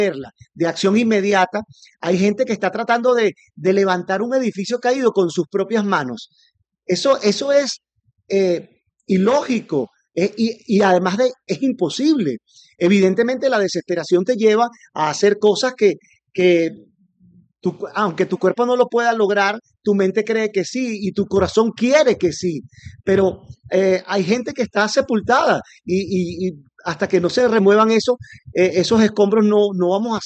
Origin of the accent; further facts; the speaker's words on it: Venezuela; Yo como venezolano siento un poco de vergüenza al declarar esto, porque siento que, a ver, yo tengo suficiente edad para saber que en mi país